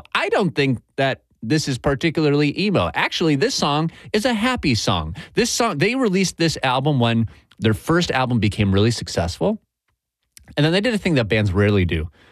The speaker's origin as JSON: {"language": "English", "town": "Milwaukee", "region": "Wisconsin", "country": "United States", "tie": "born or raised there", "moved": "yes", "lives_now": "Nashville, United States", "said": "here in Nashville, but my heart is always in my hometown, Milwaukee, Wisconsin."}